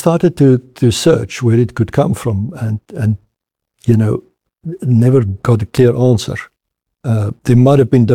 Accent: South Africa; I'm an Afrikaner from South Africa myself, and I can say that I've never experienced something of that kind.

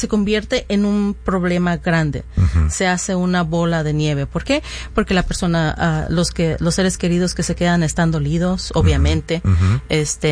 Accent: Mexico; Mi mamá, yo soy de México, mi mamá es de Michoacán, falleció

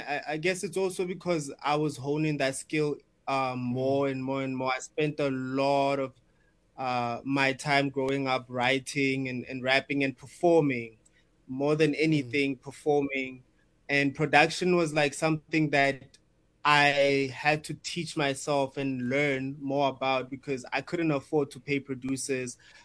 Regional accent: Bethlehem, Free State, South Africa; now in Johannesburg, South Africa; So I came from Bethlehem, like in the Free State, and I moved to I had recently just moved to Joburg

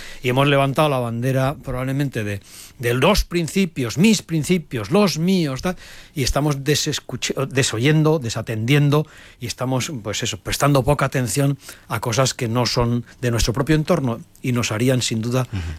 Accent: León, Castile and León, Spain; yo soy Cazurro de León

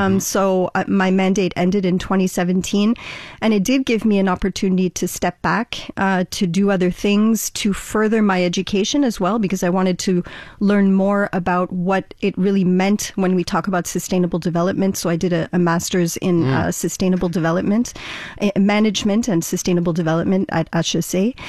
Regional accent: Ontario, Canada; born there; moved away as an adult; now in Quebec, Canada; as an English speaker, as somebody who's born in Ontario mm-hmm. And moved to Quebec as a young adult, it's really important that we have that connection with Canada.

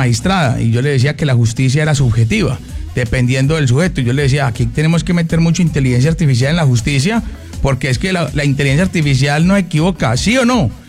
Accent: Colombia

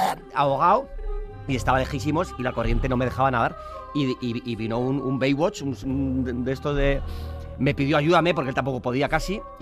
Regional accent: San Sebastián, Basque Country, Spain; O sea, yo soy de Donosti, soy de hombre de mar, o sea, yo he nadado toda mi vida.

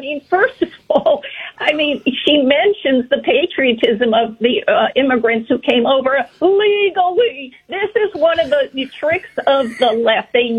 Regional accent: New York, United States; I know that because I'm from New York, and I've visited every year upstate New York

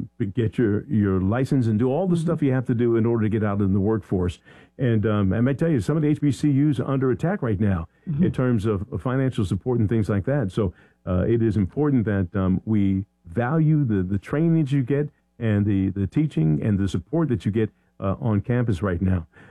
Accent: Philadelphia, Pennsylvania, United States; because I'm from Philadelphia.

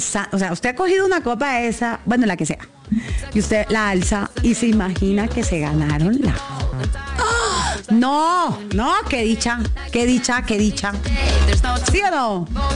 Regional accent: Caribbean Region, Colombia; no puedo decir la palabra de la E porque me echan como buena costeña.

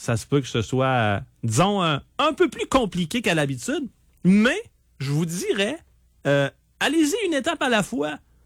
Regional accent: Thetford Mines, Quebec, Canada; à Thetford. Ça, c'est mon patelin, là, c'est mon chez-moi.

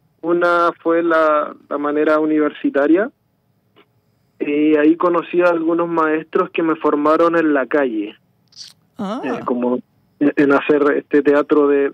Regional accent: Chile; Bueno, como efectivamente dijeron, soy de Chile. Yo tengo 37 años

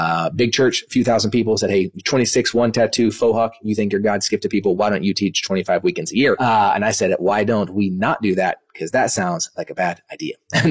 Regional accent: Dallas, Texas, United States; also born or lived in Kansas; So I was born in 1983. I was born in Kansas, only lived there for about a week. Came back to Dallas

